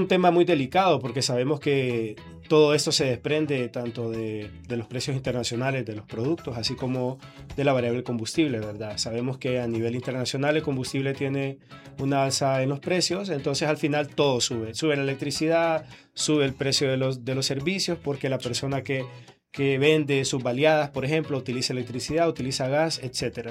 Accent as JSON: {"language": "Spanish", "town": "Las Colinas", "region": "Santa Bárbara", "country": "Honduras", "moved": "yes", "said": "Soy de la ciudad de Las Colinas también."}